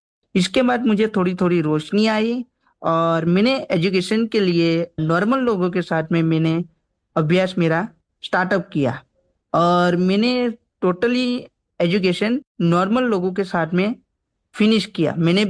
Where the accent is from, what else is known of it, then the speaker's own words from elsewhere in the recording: Rajpipla, Gujarat, India; also born or lived in Dhanpur; मैं गुजरात स्टेट के राजपिपला शहर से बिलोंग करता हूं